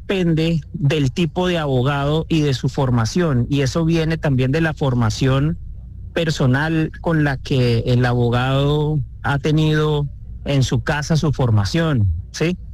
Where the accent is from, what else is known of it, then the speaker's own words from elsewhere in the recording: Santander, Colombia; Yo soy santandereano. Sí … Soy nieto de libanés.